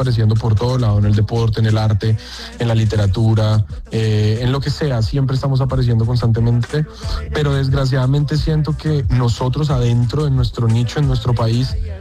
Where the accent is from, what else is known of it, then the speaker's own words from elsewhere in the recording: Colombia; de donde yo soy, es de un país complejo, diverso